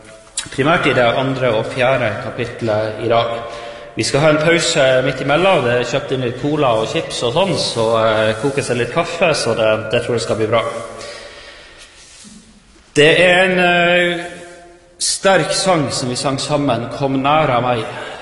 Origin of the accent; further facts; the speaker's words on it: Karvikhamn, Troms, Norway; Jeg kommer ifra Troms, hvor jeg er litt av bygd som heter Karvikhamn.